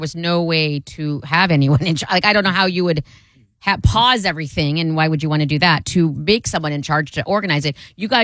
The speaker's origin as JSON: {"language": "English", "country": "United States", "said": "Like as an American, and that was the president. I was there."}